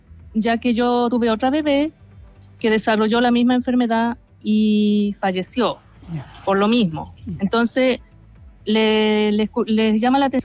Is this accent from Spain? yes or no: no; Melipilla, Santiago Metropolitan Region, Chile; nosotros somos de Melipilla y nos correspondía en el Juan de Dios